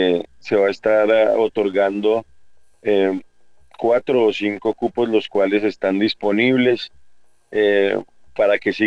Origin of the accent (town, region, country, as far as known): Colombia